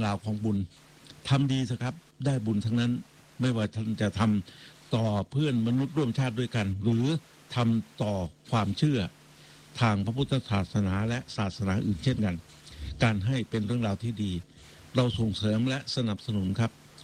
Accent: Nakhon Ratchasima, Thailand; born there; moved away as an adult; also born or lived in Khon Kaen / Chaiyaphum / Kalasin; กำเนิดหรือเกิดที่จังหวัดนครราชสีมาแต่มาเติบโตมาทำการทำงานที่ภาคอีสานนะครับคือขอนแก่นชัยภูมิกาฬสินธุ์นะมารู้จักประเพณีเรื่องราวของศาสตร์อีสานเมื่ออายุ21ปีแล้วดังนั้นจึงเป็นคนสองภูมิภาคคือสองจังหวัด

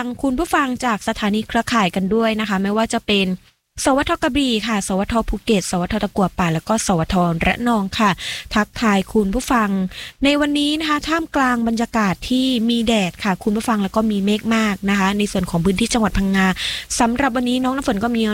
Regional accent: Southern Thailand, Thailand; ก็ถือเป็นความภาคภูมิใจที่เราพี่น้องชาวคนใต้นะคะ

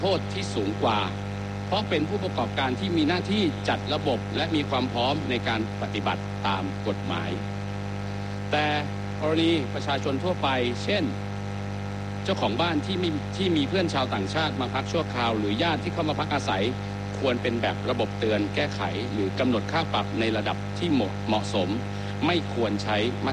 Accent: Pattaya, Chonburi, Thailand; ยิ่งตามหัวเมืองท่องเที่ยวเช่นเมืองพัทยาบ้านเกิดผมเองครับท่านประธาน

